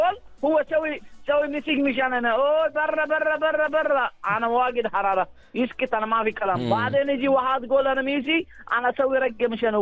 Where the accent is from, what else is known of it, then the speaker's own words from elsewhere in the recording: Dhaka, Dhaka Division, Bangladesh; Arabic is a second language; دكا معلوم دكا